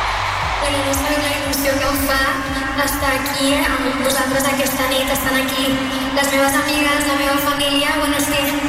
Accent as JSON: {"language": "Catalan", "town": "Barcelona", "region": "Catalonia", "country": "Spain", "tie": "born or raised there", "second_language": "Catalan", "said": "Amb la meva família més castellano parlant, però és veritat que jo he crescut aquí a Barcelona gràcies a l'escola, gràcies a estar al col·le, he pogut aprendre perfectament el català i poder practicar-ho més."}